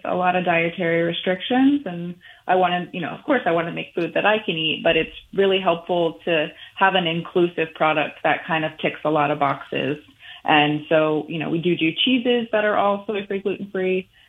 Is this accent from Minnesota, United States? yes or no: no; Kill Devil Hills, North Carolina, United States; I'm from North Carolina, and that's kind of the roots of my company, too. I was born and raised in Dare County in Kildevil Hills, North Carolina, on the coast.